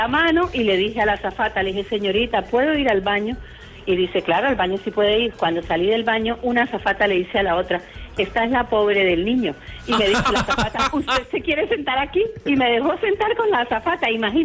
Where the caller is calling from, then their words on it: Cádiz, Andalusia, Spain; Llamo desde Cádiz.